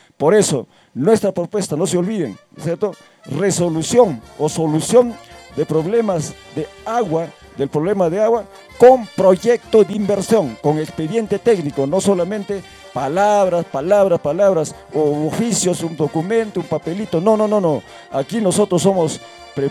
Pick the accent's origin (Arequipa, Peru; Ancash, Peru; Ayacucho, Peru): Ancash, Peru; nosotros somos, de la zona, o sea, somos pues natos, en este caso, del campo, ¿no? Yo provengo del centro poblado